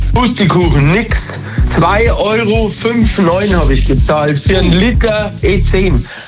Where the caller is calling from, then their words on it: Munich, Bavaria, Germany; Aus München.